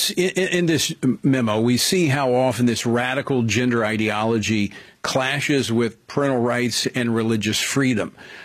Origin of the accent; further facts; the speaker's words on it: Louisiana, United States; my home state of Louisiana, conservative red state